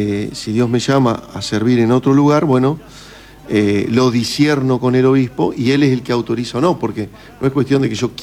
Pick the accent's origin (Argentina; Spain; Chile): Argentina; Gualeguaychú, Entre Ríos; moved away as an adult; now in Concepción del Uruguay, Argentina; llegué acá a Concepción del Uruguay, venía de la ciudad que me había... Nací en Gualeguaychú, me crié en Gualeguaychú, estudié en Gualeguaychú. Y bueno, era la primera vez que salía del pago